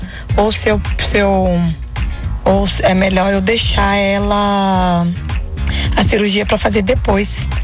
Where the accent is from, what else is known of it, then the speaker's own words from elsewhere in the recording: Ribeirão das Neves, Minas Gerais, Brazil; sou de Ribeirão das Neves.